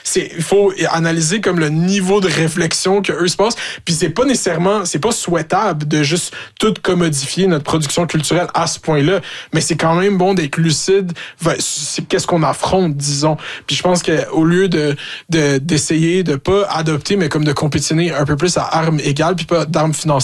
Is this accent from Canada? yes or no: yes; Quebec, Canada; parce que forcément, on est Québécois, on fait des affaires pour les Québécois, on a un edge sur eux.